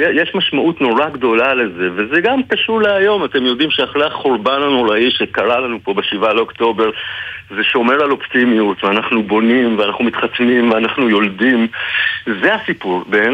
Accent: Jerusalem, Jerusalem District, Israel; ואני גדלתי בירושלים, אז אני יודע לעשות דבר תורה.

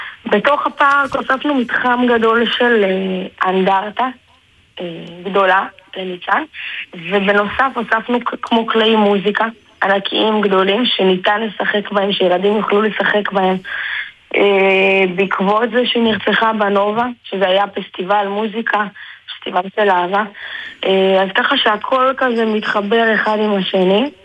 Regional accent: Pardesiya, Central District, Israel; פרדסיה זה המקום שנולדנו בו, גדלנו בו, אבא שלי נולד וגדל פה, כאן גדלנו. אנחנו עדיין כאן גרים.

